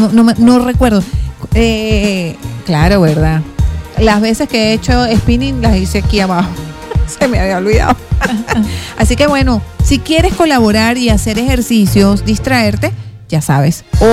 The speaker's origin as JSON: {"language": "Spanish", "country": "Venezuela"}